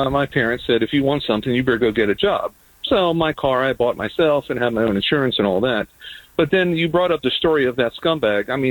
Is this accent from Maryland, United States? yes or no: yes; Maryland, United States; My sister and I had West Virginia driver's license, even though I grew up in Maryland.